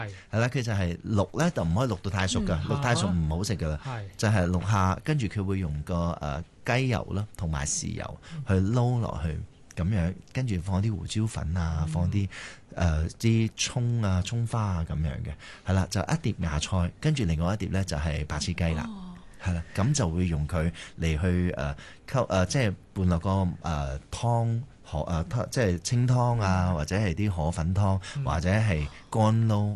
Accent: Ipoh, Perak, Malaysia; 係啊，我喺怡保長大。

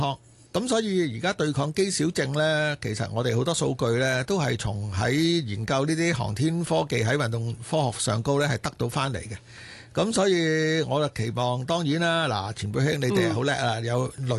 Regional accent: Hong Kong; 我哋香港人

